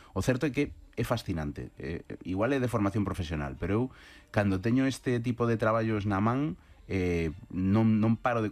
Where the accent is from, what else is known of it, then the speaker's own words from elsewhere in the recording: A Coruña, Galicia, Spain; Eu como coruñés de neno paseaba moito polo porto.